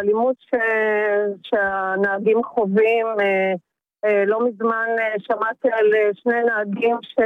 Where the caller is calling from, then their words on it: Holon, Tel Aviv District, Israel; הנהגת אוטובוס מחולון.